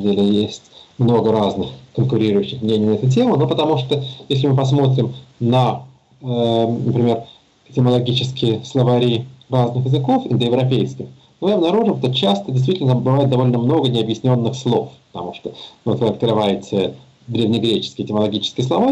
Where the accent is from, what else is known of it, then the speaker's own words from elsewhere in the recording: Serbia; first language Serbian; даром, потому что я, естественно, понимаю все, что говорится по-хорватски, по-боснийски, по-черногорски, да, считая при этом, что мой родной язык сербский.